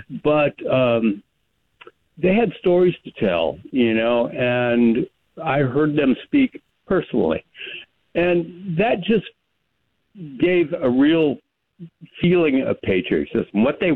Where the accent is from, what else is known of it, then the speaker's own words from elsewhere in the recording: Ventura, California, United States; And at the time, we were living in Ventura. I was raised in Ventura.